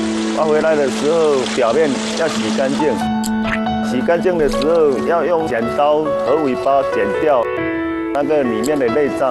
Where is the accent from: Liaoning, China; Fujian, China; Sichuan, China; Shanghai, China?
Fujian, China; Anhai; 土笋冻其实也叫土生蛋，是我们闽南这边特色小吃。传说以前在古代郑成功的时候，他来到我们安海，当时在这边操兵。